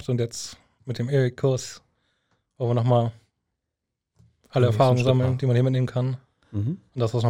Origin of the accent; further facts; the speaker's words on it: Rade, Germany; Ja, ich komme aus Rade. Mein Bezirk ist Murmerförde.